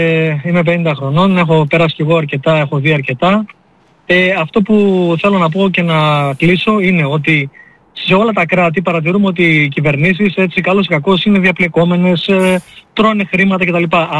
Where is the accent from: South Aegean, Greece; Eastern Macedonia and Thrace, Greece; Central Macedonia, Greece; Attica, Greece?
Central Macedonia, Greece; Katerini; Η καταγωγή μου είναι από Πιερία, Κατερίνα.